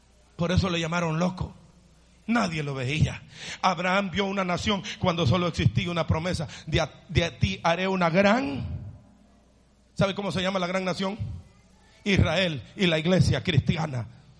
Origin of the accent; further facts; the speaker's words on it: El Salvador; born there; Yo dejo claro que nací en El Salvador, pero soy de corazón israelita.